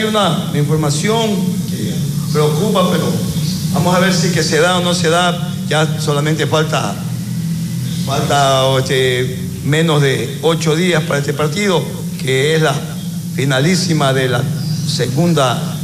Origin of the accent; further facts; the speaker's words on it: Ventanas, Los Ríos, Ecuador; Yo soy de acá, de Los Ángeles de Ventana, pero mis abuelos fueron de allá, pues, y se vinieron para acá a la provincia de Los Ríos. Y ya aquí nosotros ya estamos, pues, pero … de allá, de familia de El Carmen, Canuto, por allá.